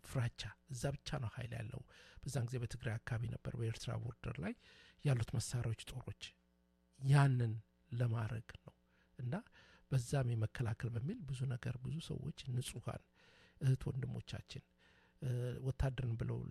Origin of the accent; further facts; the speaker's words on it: Dire Dawa, Ethiopia; also born or lived in Addis Ababa / Jimma / Harar; የፈለገውን በኢትዮጵያ ውስጥ እኔ ድሬዳዋ ተወልጄ ነው ያደኩት። ወደ አዲስ አበባ መጣለሁ፣ ወደ ጅማ ሄዳለሁ፣ ድሬዳዋ፣ ሐረር ከሁሉ ብሔረሰብ ጋር ነው።